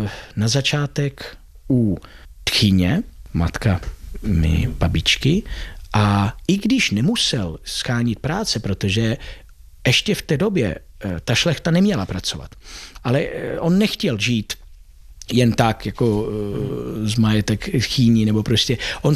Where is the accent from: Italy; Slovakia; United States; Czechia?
Italy; Tuscany; Czech is a second language; moved away as an adult; also born or lived in Pisa / Netherlands; now in Czech Republic; já jsem strávil moje dětství v Toskánsku, v Itálii